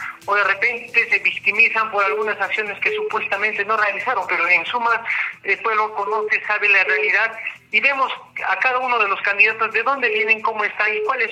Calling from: San Salvador, Peru; en mi pueblo San Salvador

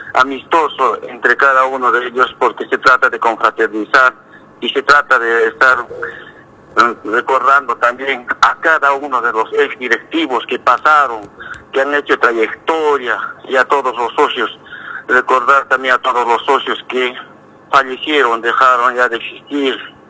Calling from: Calca, Cusco, Peru; todo mi pueblo, a toda mi comunidad de Juqui

